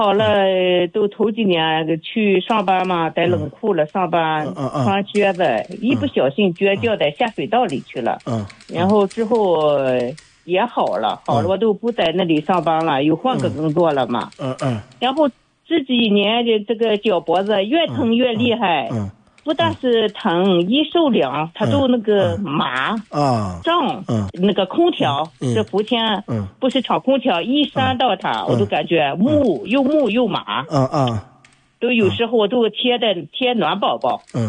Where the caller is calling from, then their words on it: Ganyu, Jiangsu, China; 江苏赣榆的。